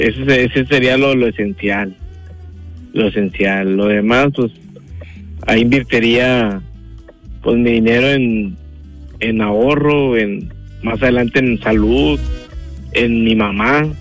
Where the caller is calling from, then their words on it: Monterrey, Nuevo León, Mexico; de Monterrey.